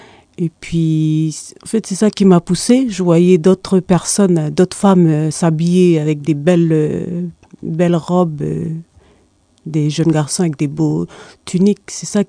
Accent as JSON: {"language": "French", "town": "Ouvéa", "region": "Loyalty Islands Province", "country": "New Caledonia", "said": "Je suis originaire d'Ouvéa. Je suis mariée sur Ponériwa."}